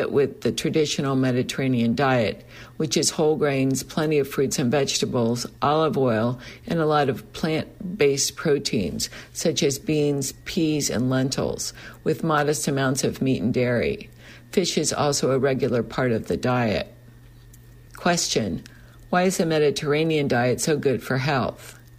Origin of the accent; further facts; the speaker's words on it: Midwest, United States; What I eat now is very different from what I ate when I was growing up in the Midwest. Back then, we ate mashed potatoes, beef, and gravy.